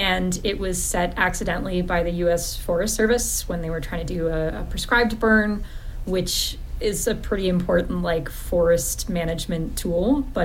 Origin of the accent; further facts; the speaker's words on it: Northeast, United States; now in Taos, United States; I grew up in the Northeast and really don't have any relationship or like context for fire.